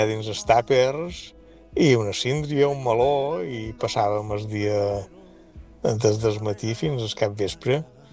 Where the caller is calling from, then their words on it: Ciutadella, Balearic Islands, Spain; som de Ciutadella.